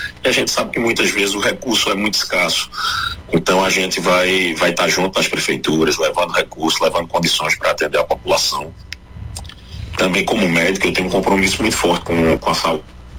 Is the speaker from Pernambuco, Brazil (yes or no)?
yes; Canhotinho, Pernambuco, Brazil; E o terceiro foi Canhotinho, Minha Terra.